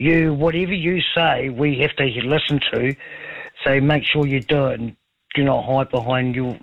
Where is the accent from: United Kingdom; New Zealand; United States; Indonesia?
New Zealand; born there; it's our right as being born here as a Kiwi